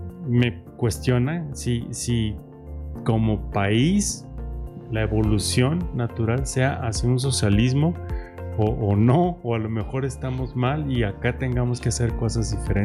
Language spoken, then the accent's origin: Spanish; Mexico